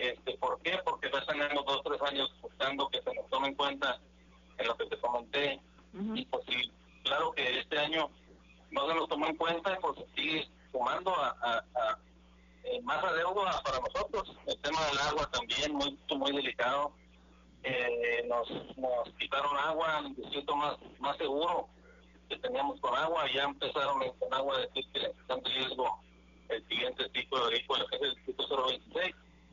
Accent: Tamaulipas, Mexico

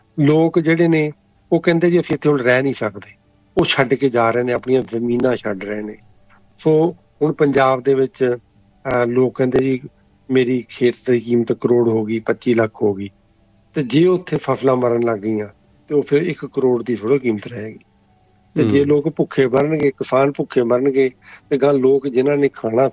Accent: Amritsar, Punjab, India; moved away as an adult; ਮੈਂ ਵੀ ਉਸੇ ਤੇ ਜੰਮਿਆ ਪੜਿਆ, 22 ਸਾਲ ਤੱਕ ਮੈਂ ਉੱਥੇ ਰਿਹਾ

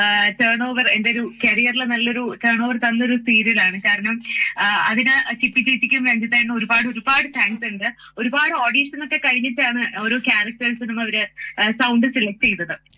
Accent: Thiruvananthapuram, Kerala, India; എന്റെ നാട് ട്രിവാൻഡ്രം ആണ്, ഹസ്ബൻഡിന്റെ നാട് പന്തളമാണ്.

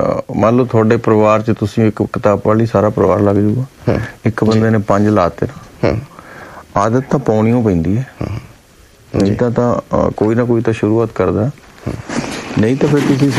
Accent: Punjab, India; ਅਸੀਂ ਪੰਜਾਬੀ ਹਾਂ, ਪੰਜਾਬ ਦੀ ਗੱਲ ਕਰਾਂਗੇ

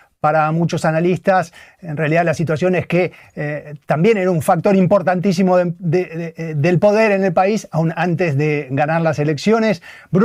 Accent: Argentina; yo soy argentino

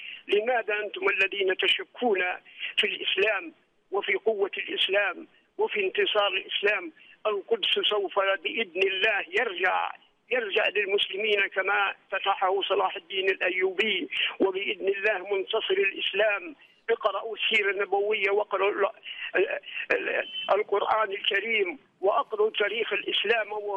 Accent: Libya; وإن شاء الله ربي يصلح بلادنا ليبيا، وإن شاء الله ربي يرفع راية ليبيا

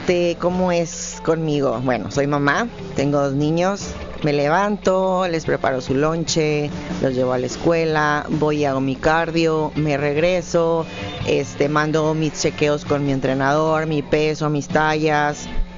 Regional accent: Sonora, Mexico; Somos de Sonora, de hecho.

